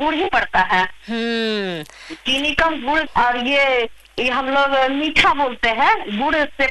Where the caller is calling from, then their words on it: Bihar Sharif, Bihar, India; मैं नालंदा जिला से बात कर रही हूँ जी।